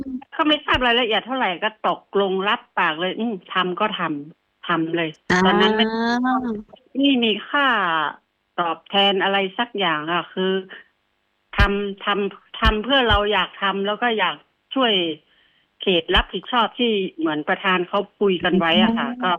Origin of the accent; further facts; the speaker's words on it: Hang Chat, Lampang, Thailand; แต่ว่าพี่อ่ะเป็นคนในตำบลห้างฉัดนี่แหละตำบลห้างฉัดนี่แหละ